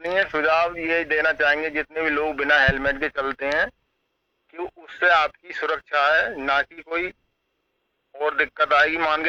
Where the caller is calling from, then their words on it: Chamroha, Uttar Pradesh, India; गांव का नाम हमारे का चमरोहा है